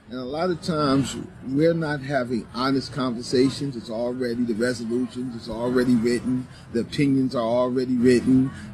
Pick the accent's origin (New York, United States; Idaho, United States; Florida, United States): New York, United States; I'm from New York.